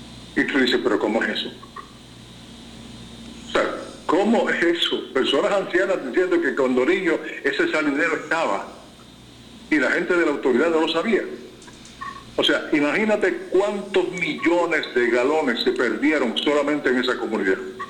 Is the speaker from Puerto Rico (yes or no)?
yes; Juana Díaz, Puerto Rico; Yo soy del pueblo de Juanadías, de la zona rural de Juanadías.